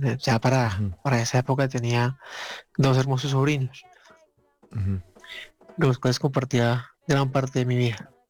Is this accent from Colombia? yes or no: yes; Colombia; also born or lived in Bogotá; Bueno, yo nací en Bogotá. Ajá. Una familia tradicional. Y pues nada, afortunadamente, a Dios gracias, crezco alrededor de Colombia.